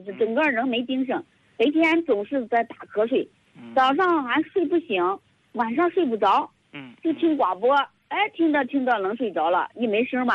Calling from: Xi'an, Shaanxi, China; 我是这个陕西西安的。

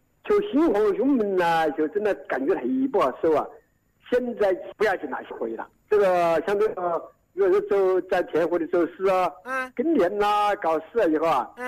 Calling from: Tianmen, Hubei, China; 我在天门这个王城人呢。

